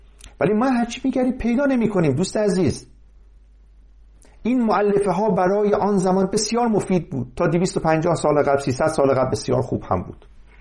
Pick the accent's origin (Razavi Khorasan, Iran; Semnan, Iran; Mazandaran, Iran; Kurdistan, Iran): Mazandaran, Iran; من چون مازندرانی هستم از اونجا شروع میکنم.